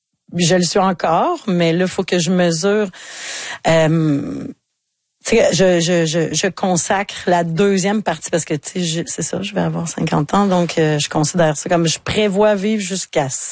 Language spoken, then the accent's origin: French; Quebec, Canada; Tu sais, puis chez nous, dans le Bas-Saint-Laurent, tu sais, avec le vieux théâtre de Saint-Fabien